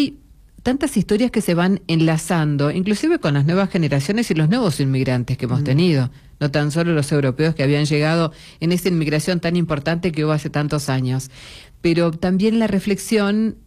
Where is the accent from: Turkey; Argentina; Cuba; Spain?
Argentina; nosotros los argentinos?